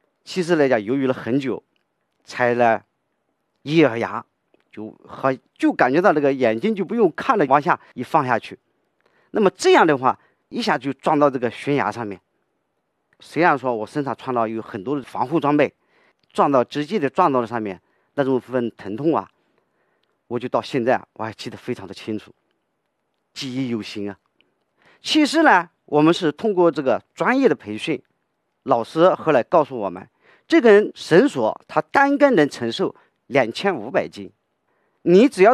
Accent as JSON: {"language": "Chinese", "town": "Wuwei", "region": "Anhui", "country": "China", "tie": "born or raised there", "moved": "as an adult", "lives_now": "Huangshan, China", "said": "因为我的老家是在无为，它是鱼米之乡。"}